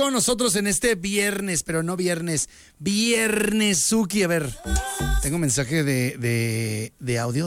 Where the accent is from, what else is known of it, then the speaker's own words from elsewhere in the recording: Mexico; ¿Ven cómo somos los mexicanos?